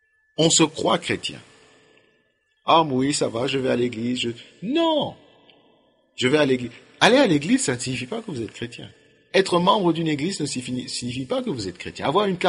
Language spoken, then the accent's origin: French; Kinshasa, DR Congo; Bon, chez nous à Kinshasa, les taxis, nous les partageons à plusieurs.